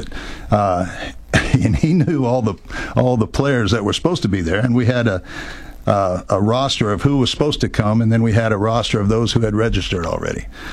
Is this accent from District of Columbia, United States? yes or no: no; Iowa, United States; moved away as an adult; I was just a farm kid out of Iowa